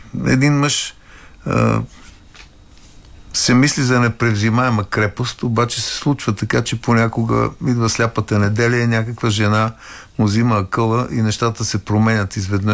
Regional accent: Vidin, Vidin Province, Bulgaria; born there; also born or lived in Sofia; Аз съм роден във Видин.

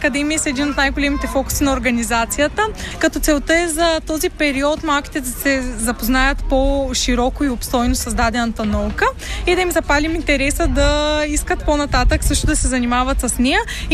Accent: Veliko Tarnovo, Veliko Tarnovo Province, Bulgaria; Аз съм от Велико Търново и също, освен с наука, активно се занимавам и с изкуство.

